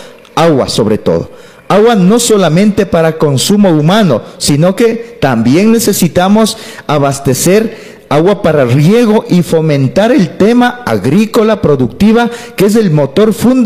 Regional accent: Pilahuín parish, Tungurahua, Ecuador; las comunidades que conformamos del pueblo Tomavela, que somos la parroquia de Pilahuín y la parroquia de Santa Rosa.

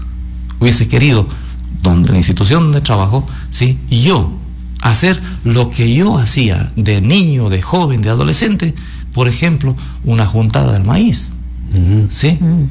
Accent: Macas, Morona Santiago, Ecuador; nosotros que somos de acá de Maca

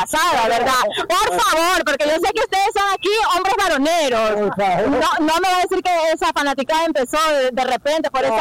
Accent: Ecuador; todos como ecuatorianos vamos a ganar

